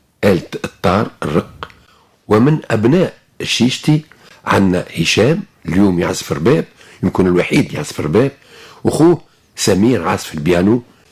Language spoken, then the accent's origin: Arabic; Tunisia; ولكن عندنا في تونس عديد العائلات الموسيقية